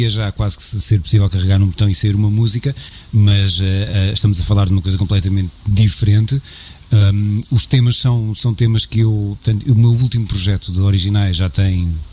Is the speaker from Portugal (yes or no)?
yes; Abrantes, Santarém, Portugal; nós assumimos com muito orgulho que somos de Abrantes